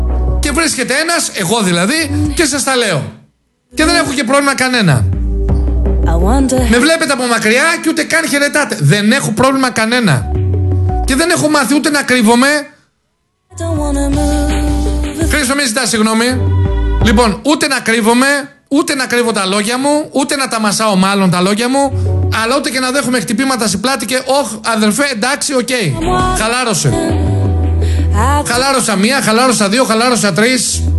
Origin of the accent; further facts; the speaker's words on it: Preveza, Epirus, Greece; Πραγματικά ντρέπομαι και εγώ την κατάγομαι από Πρέβεζα.